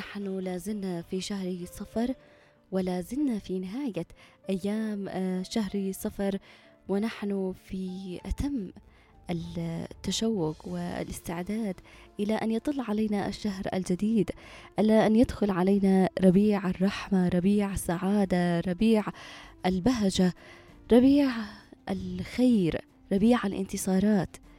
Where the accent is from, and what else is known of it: Yemen